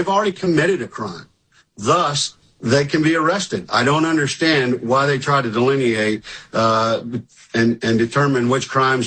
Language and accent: English; Texas, United States; now in Virginia, United States; You know, Sam Houston was a Virginian, became a Texan. I'm a Texan who became a Virginian